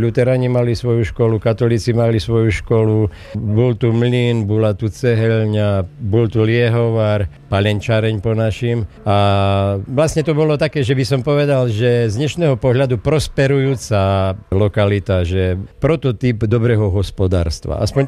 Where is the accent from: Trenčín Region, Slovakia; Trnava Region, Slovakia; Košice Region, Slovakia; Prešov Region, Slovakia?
Prešov Region, Slovakia; U nás v Šarišu šetému utorí, že komenciaši, to je taký ten šarišský výraz